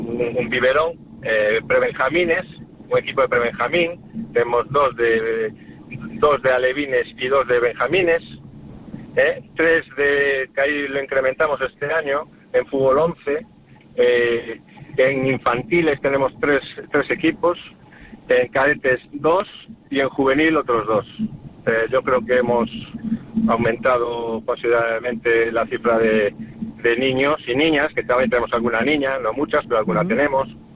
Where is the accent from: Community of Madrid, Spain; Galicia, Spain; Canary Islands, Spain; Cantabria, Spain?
Galicia, Spain; Vigo; yo soy de Alcabre, soy de Alcabre de toda la vida